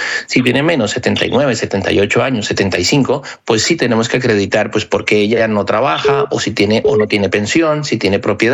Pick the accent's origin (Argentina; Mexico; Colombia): Colombia; now in Madrid, Spain